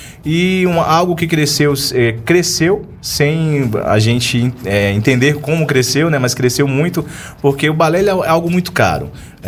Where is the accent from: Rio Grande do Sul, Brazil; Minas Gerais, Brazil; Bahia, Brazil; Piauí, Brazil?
Piauí, Brazil; Esperantina; born there; now in Brasília, Brazil; Sou nordestino, sou do estado do Piauí, nasci em Esperantina